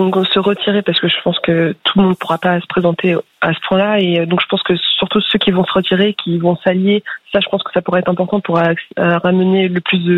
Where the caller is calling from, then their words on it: Pays de la Loire, France; Moi, j'habite en Vendée, du nord de la Vendée.